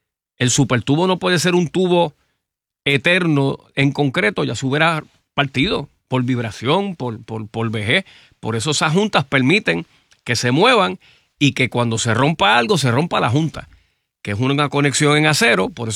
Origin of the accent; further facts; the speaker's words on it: San Juan, Puerto Rico; tú y yo que nos criamos por Coupé y dimos vueltas por allí